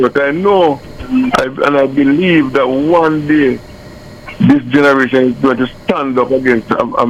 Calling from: Jamaica; right now I'm feeling proud of myself as a Jamaican. I know I won't be here to enjoy the benefit because mm-hmm. I'm on the departure alone. I'm 84 years of age.

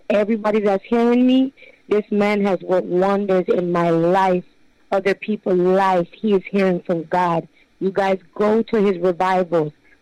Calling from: Florida, United States

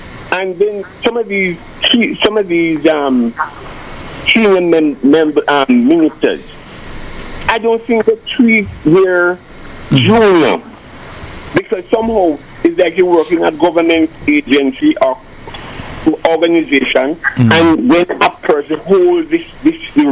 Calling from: Spanish Town, Saint Catherine, Jamaica; I am calling from Spanish Town, as you know.

